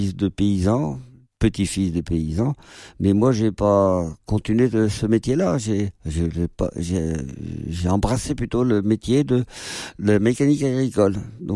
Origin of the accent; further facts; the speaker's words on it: Les Herbiers, Pays de la Loire, France; chez nous, aux Herbiers